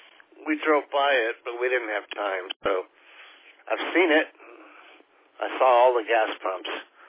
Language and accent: English; Texas, United States; born there; now in Arizona, United States; I was born in West Texas, and I went to school in West Texas. And otherwise, I've lived in Arizona all my life.